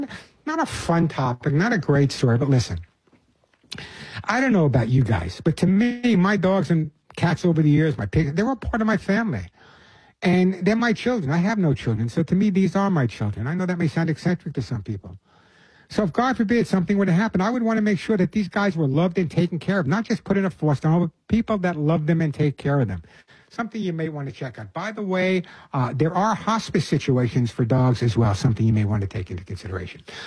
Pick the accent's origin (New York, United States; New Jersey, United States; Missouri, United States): New York, United States; Queens; accent: New York